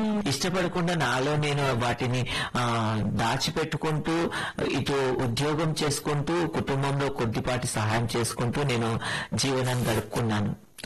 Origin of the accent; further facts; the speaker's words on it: Secunderabad, Telangana, India; నేను పుట్టి పెరిగింది చదువుకున్నంతా సికింద్రాబాద్ ప్రాంతంలోనే.